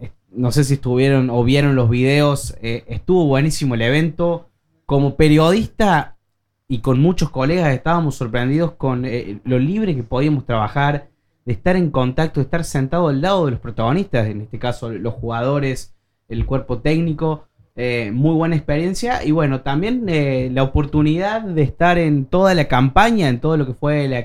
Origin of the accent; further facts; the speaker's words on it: Río Cuarto, Córdoba, Argentina; moved away as an adult; now in Oslo, Norway; también para los que no me conocen, periodista deportivo, vengo de Río Cuarto, Córdoba, llegué acá a Oslo hace 3 años. Como todo argentino